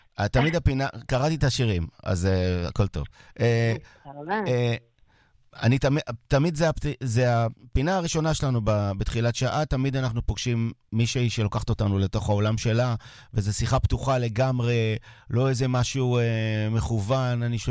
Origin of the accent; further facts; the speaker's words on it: Sderot, Southern District, Israel; אני גדלתי בסדרות שזה מין מיני עיר כזאת, אבל המון, המון טבע